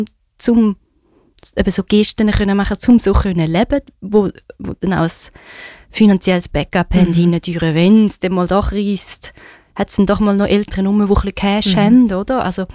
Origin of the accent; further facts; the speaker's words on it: Switzerland; born there; ich bin in der Schweiz geboren, Schweizer Pass, Schweizer Ausbildung und alles da genossen